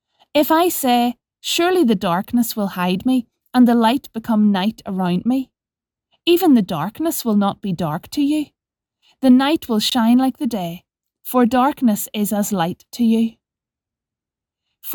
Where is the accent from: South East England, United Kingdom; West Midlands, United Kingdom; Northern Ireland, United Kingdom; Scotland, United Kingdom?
Northern Ireland, United Kingdom; I'm from County Armagh in Northern Ireland.